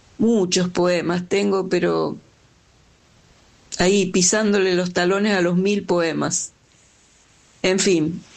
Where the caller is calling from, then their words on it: Santa Fe, Argentina; de Santa Fe.